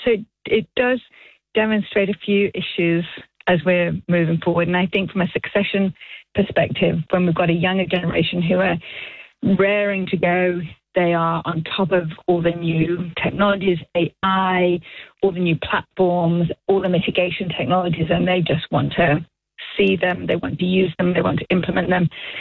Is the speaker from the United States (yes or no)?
no; Manchester, North West England, United Kingdom; now in Palmerston North, New Zealand; I am from Manchester.